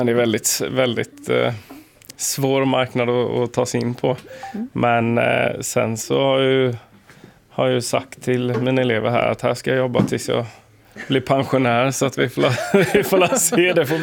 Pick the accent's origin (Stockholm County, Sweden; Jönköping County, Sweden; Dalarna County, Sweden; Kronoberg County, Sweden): Jönköping County, Sweden; Jönköping; Jag är en kille från Jönköping